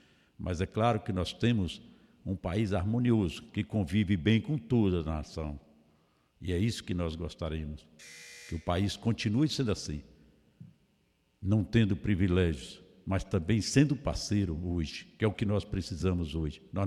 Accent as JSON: {"language": "Portuguese", "town": "Guanambi", "region": "Bahia", "country": "Brazil", "tie": "born or raised there", "said": "Agradeço a minha terra natal, Guanambi"}